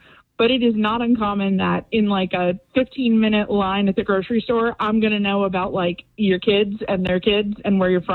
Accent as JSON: {"language": "English", "region": "Indiana", "country": "United States", "moved": "yes", "lives_now": "Philadelphia, United States", "said": "I'm in like Philly, and I'm from Indiana."}